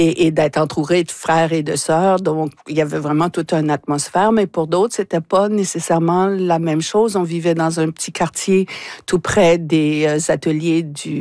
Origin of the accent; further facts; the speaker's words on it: Moncton, New Brunswick, Canada; Ça fait que nous, on a grandi à Moncton